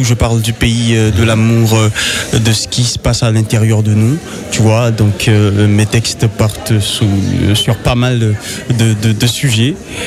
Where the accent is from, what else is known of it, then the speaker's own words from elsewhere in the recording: Haiti; Je viens d'Haïti, c'est à environ 7000 km de Valence-sur-Baïse